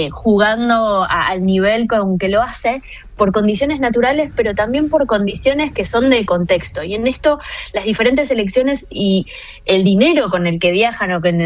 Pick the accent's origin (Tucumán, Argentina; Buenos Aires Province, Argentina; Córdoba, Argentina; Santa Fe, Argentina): Santa Fe, Argentina; En este caso, yo que soy de Santa Fe, es la misma población del país que la ciudad de Santa Fe